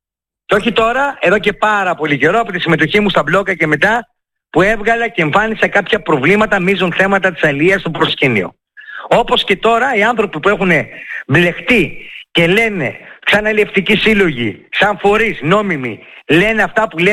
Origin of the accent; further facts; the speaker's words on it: Thessaly, Greece; Θα κοιτάξω νόμιμα να μάθω για τον τόπο μου, για τη Μαγνησία.